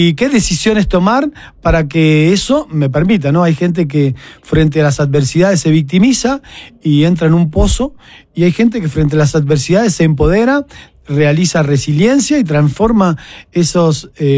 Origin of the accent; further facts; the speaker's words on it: Argentina; now in Ecuador; Yo soy argentino y estoy acá en Ecuador